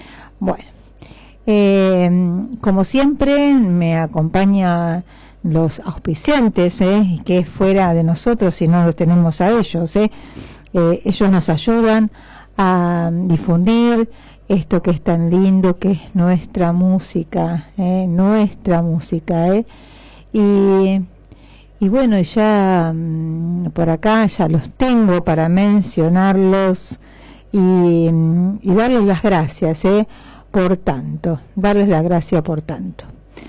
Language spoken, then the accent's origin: Spanish; Argentina; Como los argentinos somos tan, tan futboleros